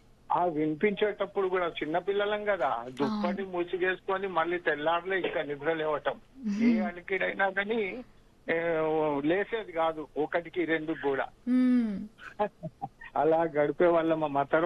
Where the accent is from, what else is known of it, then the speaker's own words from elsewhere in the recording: Nizamabad, Telangana, India; born there; ఆదర్శ నగర్, నిజామాబాద్ నుంచి.